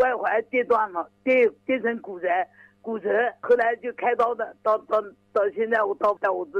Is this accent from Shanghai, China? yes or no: no; Nanjing, Jiangsu, China; accent: Nanjing; 我也是南京的。